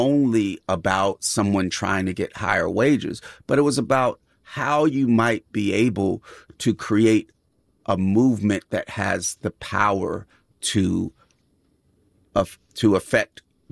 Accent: California, United States; obviously I come from the Bay Area, so I'm going to, you know, shoot shots on that behalf.

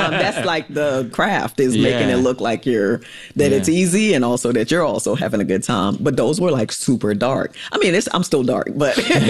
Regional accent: St. Thomas, U.S. Virgin Islands; I'm from the Virgin Islands. I'm from St. Thomas. And I've always wanted to do a show about back home.

